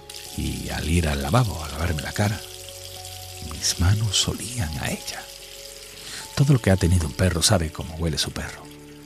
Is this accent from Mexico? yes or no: no; Seville, Andalusia, Spain; now in Zaragoza, Spain; Decir que soy sevillano, afincado en Zaragoza desde el 2000 más o menos, y puse raíces en esa ciudad.